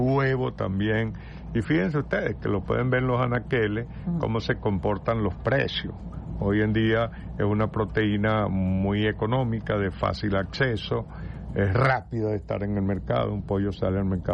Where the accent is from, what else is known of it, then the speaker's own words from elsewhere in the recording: Guárico, Venezuela; Del Guárico.